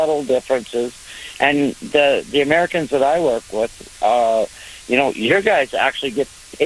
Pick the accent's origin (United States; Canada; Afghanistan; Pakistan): Canada; White Rock, British Columbia; now in Alberta, Canada; I grew up just across the border in White Rock, which is north of Blaine, Washington.